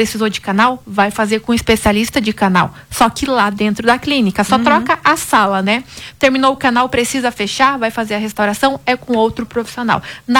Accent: South Region, Brazil; moved away as an adult; now in Goiânia, Brazil; eu, né, sou sulista, goiana de coração, moro aqui, atuo, minha carreira praticamente é total aqui em Goiânia

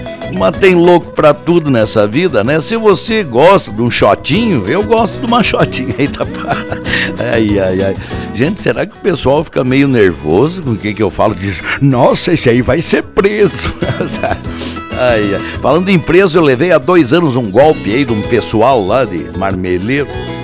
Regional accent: Francisco Beltrão, Paraná, Brazil; born there; Daí me perguntam sempre, onde é que tu nasceu? Eu digo, nasci no interior. Da onde? É Francisco Beltrão. Mas lá é cidade. Não, é interior, gente.

